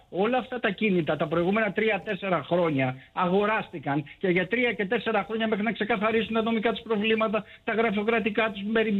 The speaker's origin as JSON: {"language": "Greek", "country": "Greece", "said": "το έχουμε σαν Έλληνες να αργούμε να παίρνουμε τις αποφάσεις."}